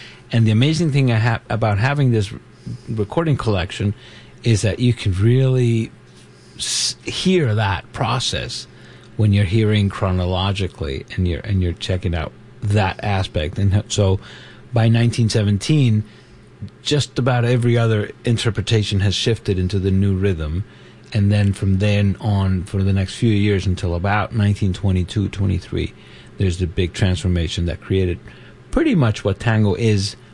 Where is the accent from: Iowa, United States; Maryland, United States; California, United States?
California, United States; as a Californian